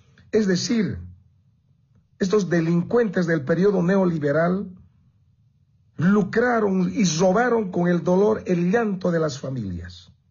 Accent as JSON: {"language": "Spanish", "country": "Bolivia", "said": "Eso necesitamos saber como pueblo boliviano, ¿verdad? Necesitamos saber."}